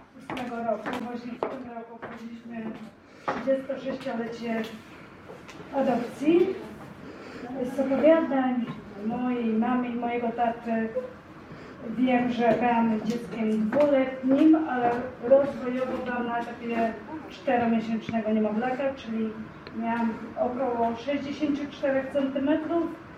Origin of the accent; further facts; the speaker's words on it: Toruń, Kuyavian-Pomeranian Voivodeship, Poland; born there; also born or lived in Łódź; bo jestem z Łodzi. Mnie znalazł w szpitalu zakaźnym. I z tego, co mi opowiadali, to minęło równo 9 miesięcy, kiedy oni się zdecydowali, najpierw był mój starszy brat Paweł, a po 9 miesiącach przybyłam ja do Turnia.